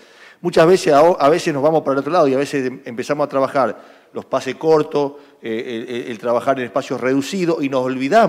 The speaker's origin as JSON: {"language": "Spanish", "country": "Argentina"}